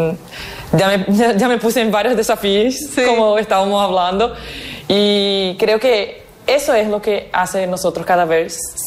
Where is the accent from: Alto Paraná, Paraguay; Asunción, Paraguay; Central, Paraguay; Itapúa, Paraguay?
Alto Paraná, Paraguay; Ciudad del Este; also born or lived in Foz do Iguaçu, Brazil; soy de Ciudad del Este, nací en Brasil, Foz do Iguaçu, frontera con Ciudad del Este. Tengo 34 años